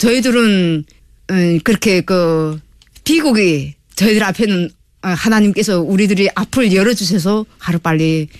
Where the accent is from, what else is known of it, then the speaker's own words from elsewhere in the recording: North Korea; moved away as an adult; now in South Korea; 저희 고향 우리 고향에 있는 자식들 그다음에 형제들, 우리 고향의 친구들, 친척들, 우리 고향 사람들에게 하고 싶은 이야기는 지금은 조금 힘들지만